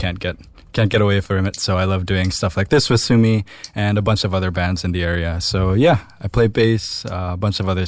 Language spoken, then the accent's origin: English; Philippines; now in Los Angeles, United States; I'm from the Philippines. I came out here to LA to pursue music.